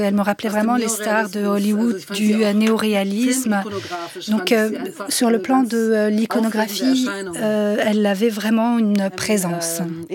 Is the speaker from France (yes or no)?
no; Germany; French is a second language; puisque moi-même je suis allemande, de partir en tant que réalisatrice allemande et de faire ce film en Bulgarie